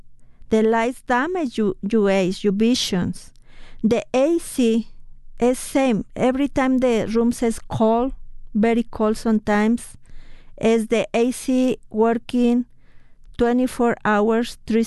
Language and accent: English; Mexico City, Mexico; English is a second language; now in United States